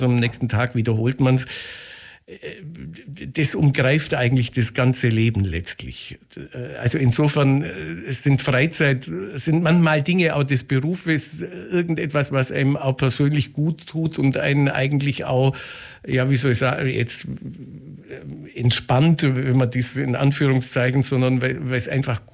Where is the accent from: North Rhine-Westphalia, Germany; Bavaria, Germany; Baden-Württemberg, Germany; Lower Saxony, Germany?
Bavaria, Germany; Neu-Ulm district; ich stamme gebürtig sogar aus dem Landkreis Neuem und kennt das Kloster eigentlich von Kindesbeinen an, zumindest als Gebäude. Ich war in Weißenhorn am Gymnasium